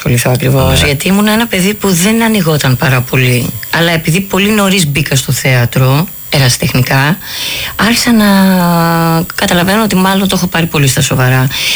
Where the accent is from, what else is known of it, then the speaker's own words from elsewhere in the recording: Agioi Anargyroi, Attica, Greece; also born or lived in Boston, United States; Εγώ μεγάλωσα στους Αγίους Αναργύρους. Ναι. Έχω γεννηθεί εκτός Ελλάδος, έχω γεννηθεί Αμερική.